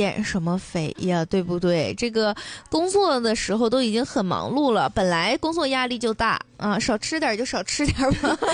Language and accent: Chinese; Dalian, Liaoning, China; 咱们大连人